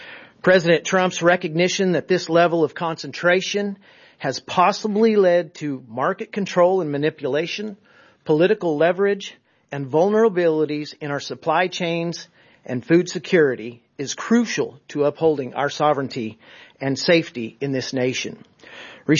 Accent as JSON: {"language": "English", "country": "United States", "said": "I am an American cattle rancher."}